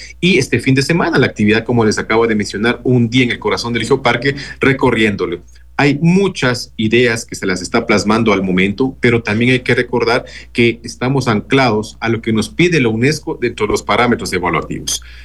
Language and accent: Spanish; Riobamba, Chimborazo, Ecuador; Yo llevo acá en la prefectura casi 21 años. Bueno, yo soy de Riobamba, trabajo acá ya 21 años.